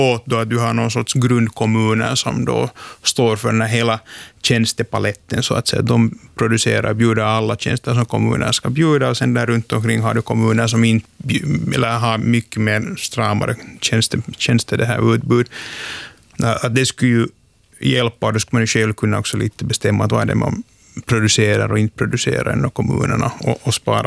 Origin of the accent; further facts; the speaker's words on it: Pori, Satakunta, Finland; jag är själv från Björneborg